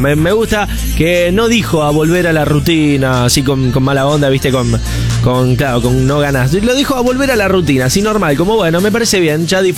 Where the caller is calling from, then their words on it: Villa María, Córdoba, Argentina; de Villa María, acá laburando en Entre Ríos, Chajarí.